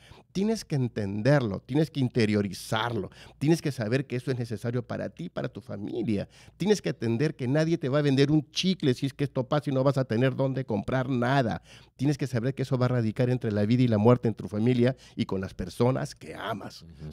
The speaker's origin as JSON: {"language": "Spanish", "country": "Peru"}